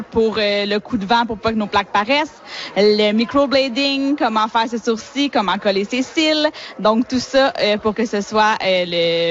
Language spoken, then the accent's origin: French; Quebec, Canada; Moi, je suis québécoise, donc je m'y connais un petit peu moins là, de ce qui est couvert en Ontario